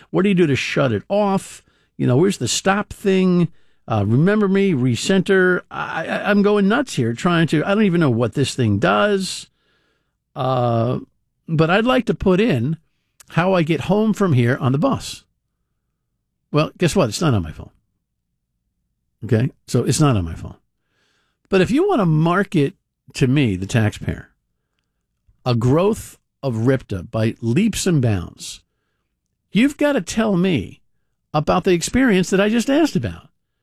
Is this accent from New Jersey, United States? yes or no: yes; New Jersey, United States; I grew up in North Jersey. We took the bus into the city all the time.